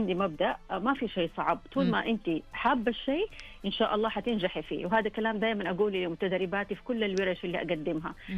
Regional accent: Saudi Arabia; هوية بلادي المملكة العربية السعودية

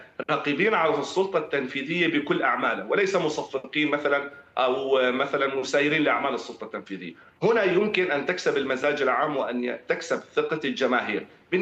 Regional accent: Syria

